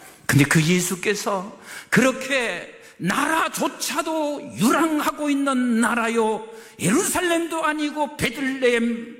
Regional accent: Boryeong, South Chungcheong, South Korea; born there; 왜 나를 충청남도 보령시 주산면 유곡리 43번에 보내셨을까?

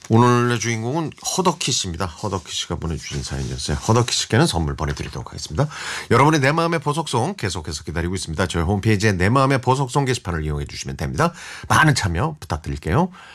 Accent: Seoul, South Korea; 저는 어렸을 때 삼성교 살았는데 이 대학로 쪽에서 오다 보면 왼쪽은 저 성북동이고 오른쪽은 삼선동이거든요.

